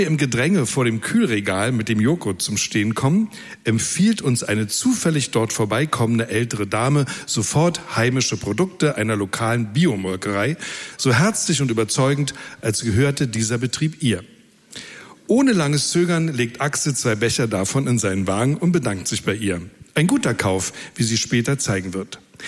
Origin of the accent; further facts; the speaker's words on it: East Germany, Germany; Ich bin Ossi, ich sage noch Kaufhalle.